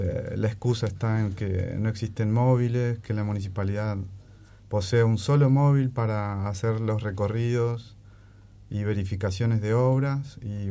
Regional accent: Ushuaia, Tierra del Fuego, Argentina; born there; also born or lived in Córdoba; Desde muy pequeño, yo me crié en Ushuaia, vivo desde los 11 años

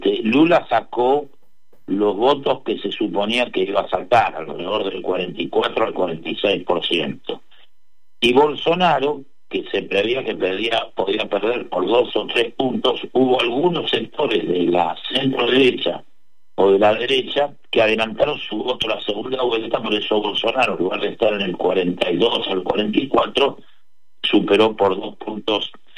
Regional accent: Mendoza, Argentina; nuestra provincia de Mendoza

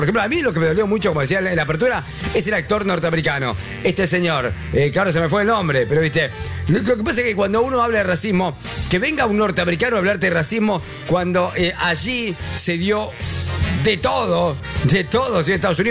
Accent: Argentina; por lo menos yo soy argentino

